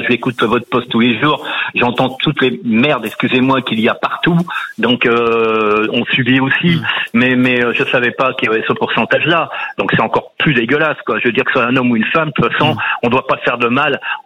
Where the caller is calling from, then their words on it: Pays de la Loire, France; tout près de chez moi, à Saint-Nazaire